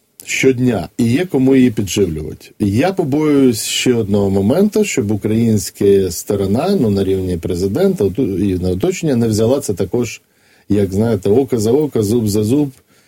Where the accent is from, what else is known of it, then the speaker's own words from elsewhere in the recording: Vinnytsia, Vinnytsia Oblast, Ukraine; я просто родом з Вінниці